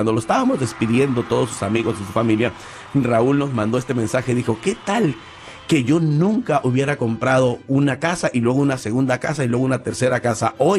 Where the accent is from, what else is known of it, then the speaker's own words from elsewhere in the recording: San Luis Río Colorado, Sonora, Mexico; moved away; yo soy originario de San Luis Río Colorado, y eventualmente con el tiempo pues tengo planeado irme a vivir mis años de retiro allá.